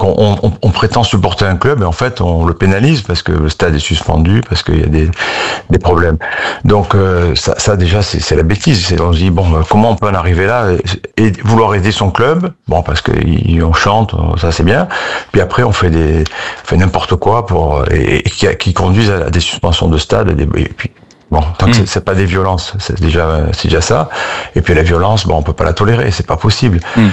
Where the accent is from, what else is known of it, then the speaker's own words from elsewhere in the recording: Nice, Provence-Alpes-Côte d'Azur, France; on est niçois, mais on souffre, on n'est pas à Paris.